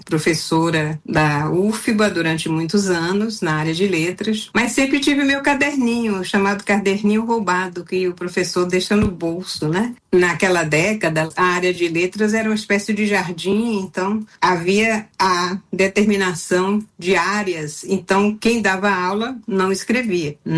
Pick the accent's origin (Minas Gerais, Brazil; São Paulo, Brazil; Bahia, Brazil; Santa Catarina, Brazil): Bahia, Brazil; born there; Eu sou do sul da Bahia, da Mata Atlântica Costeira, então eu venho de uma paisagem muito exuberante.